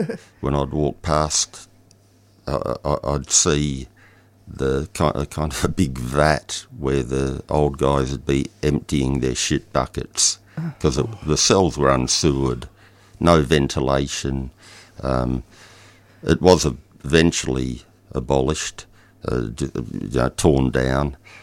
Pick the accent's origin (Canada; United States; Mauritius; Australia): Australia; Melbourne, Victoria; Growing up in Brunswick, it was a bit of a tough place back then.